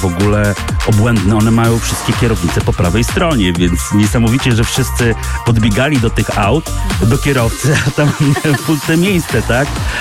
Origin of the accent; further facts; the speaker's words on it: Warsaw, Masovian Voivodeship, Poland; born there; ja jestem warszawiakiem z 6 pokoleń